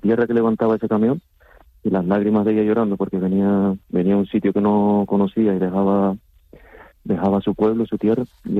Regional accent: Canary Islands, Spain; accent: Canarian; que no se note que somos canarios, para que nos entiendan.

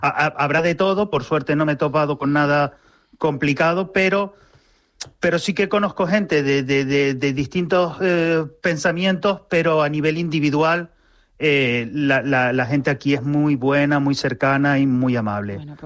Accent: Canary Islands, Spain; moved away as an adult; now in Poland; Cuando yo tampoco digo soy español, yo digo soy de las Islas Canarias. Y aquí en Polonia son muy famosas.

